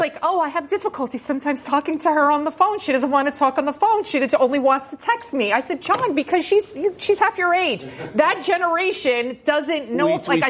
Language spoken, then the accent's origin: English; New York City, New York, United States; Can you tell I'm from the Bronx and she's not?